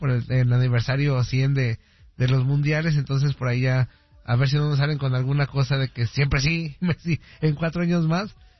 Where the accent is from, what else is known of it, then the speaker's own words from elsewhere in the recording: Mexico; Pero sí, yo como aficionado, no te lo digo como mexicano, te lo digo como aficionado, quedé satisfecho